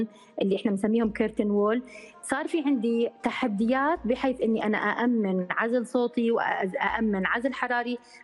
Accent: Jordan; واحنا عندنا بالاردن

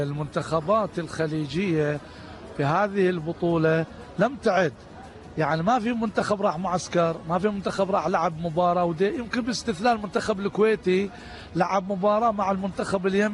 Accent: Bahrain; لأن أنا بحريني

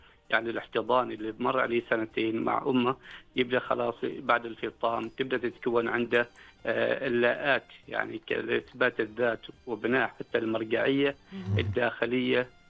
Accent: Oman; نحن تربينا تربية نوعا ما مثل ما تقول موحدة كعمانيين، يعني بيئة متكافئة أو بيئة يعني نمطها متقارب نوعا ما

